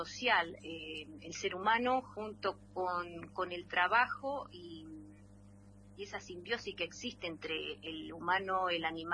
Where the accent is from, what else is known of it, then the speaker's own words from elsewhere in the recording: Santa Rosa, La Pampa, Argentina; now in Ataliba Roca, Argentina; yo debía la visita a mi pueblo, es decir, yo soy santarroseña, pero hace más de 30 años que vivo en Ataliba Roca. Estamos a 45 kilómetros al sur de la ciudad capital.